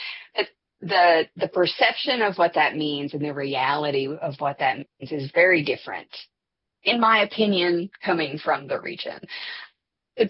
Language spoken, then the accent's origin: English; Kentucky, United States; because I'm from Eastern Kentucky